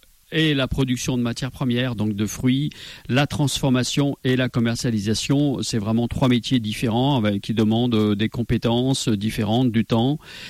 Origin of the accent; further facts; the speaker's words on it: Saint-Étienne, Auvergne-Rhône-Alpes, France; Je n'étais pas issu d'une famille du monde agricole. Je suis stéphanois.